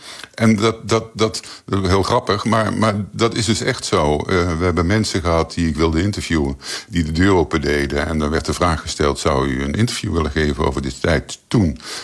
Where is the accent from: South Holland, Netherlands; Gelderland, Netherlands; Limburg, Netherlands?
Limburg, Netherlands; Maastricht